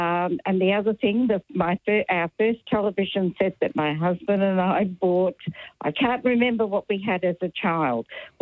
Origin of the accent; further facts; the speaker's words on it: Melbourne, Victoria, Australia; now in Greensborough, Australia; I grew up in Fitzroy and I now live in Greensboro.